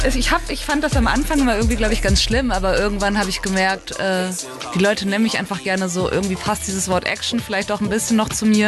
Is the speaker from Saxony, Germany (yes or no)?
no; Dortmund, North Rhine-Westphalia, Germany; now in Cologne, Germany; Und ich komme aus Köln, ursprünglich aus Dortmund